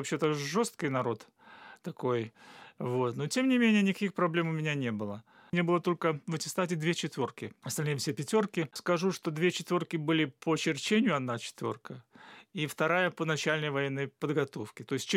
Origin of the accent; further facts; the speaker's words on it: Stowbtsy District, Minsk Region, Belarus; Я родился в Столбцовском районе, это Западная Беларусь.